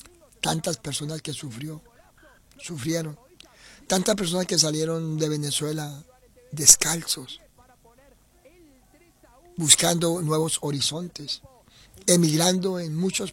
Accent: Nicaragua; moved away; Tengo cédula de residente todavía como nicaragüense, como nica.

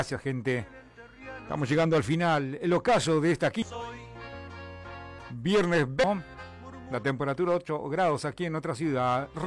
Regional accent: Uruguay; Pase lo que pase, somos uruguayos, che.

